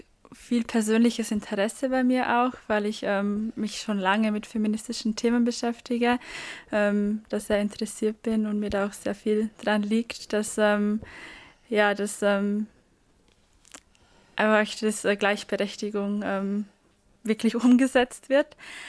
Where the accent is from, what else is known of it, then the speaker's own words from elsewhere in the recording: Sibratsgfäll, Vorarlberg, Austria; moved away as an adult; now in Sweden; nein, ich komme eigentlich aus Siebratsgfäll, aus dem Nachbardorf. Ich bin aber schon in Hittisau in die Schule gegangen